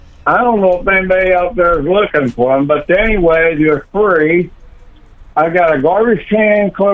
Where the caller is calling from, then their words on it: Octavia, United States; I'm in Octavia